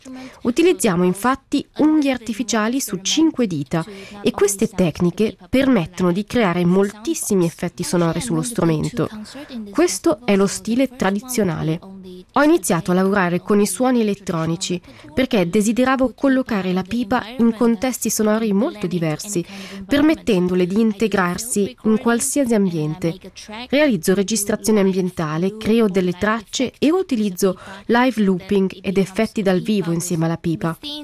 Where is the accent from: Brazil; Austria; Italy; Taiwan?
Taiwan; Ciao a tutti. … vengo da Taiwan.